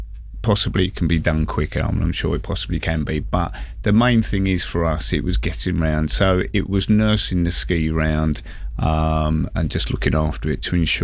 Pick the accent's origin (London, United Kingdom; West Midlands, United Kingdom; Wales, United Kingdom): London, United Kingdom; as a Londoner myself